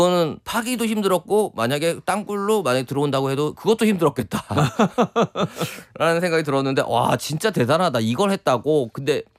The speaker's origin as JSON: {"language": "Korean", "country": "South Korea", "said": "그래서 한국 사람이다."}